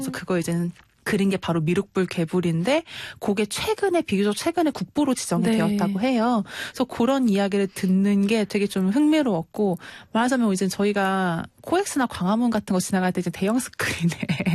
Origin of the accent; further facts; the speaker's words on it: South Chungcheong, South Korea; born there; moved away; 제 본가가 충청남도에 있거든요.